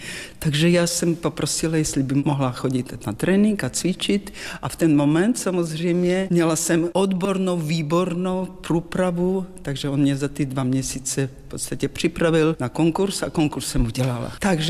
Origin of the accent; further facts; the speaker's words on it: Uzhhorod, Zakarpattia Oblast, Ukraine; moved away as an adult; now in Czech Republic; Já teda pocházím z Podkarpatské Rusy, žili jsme v Užhorodě, po absolutoriu. Maminka se provdala za Čecha a my jsme se chystali vyjet do Československa.